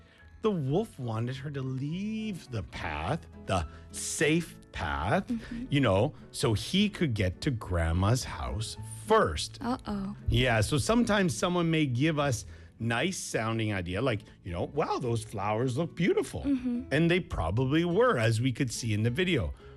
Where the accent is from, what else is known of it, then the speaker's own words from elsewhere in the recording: Canada; moved away; Well, where I grew up in Canada, we were still in the city, but kind of, I would say it's kind of like if we're thinking of Busan, it would be like growing up in Jungwon or like in Gijang. So you're still part of the city, but there's lots of nature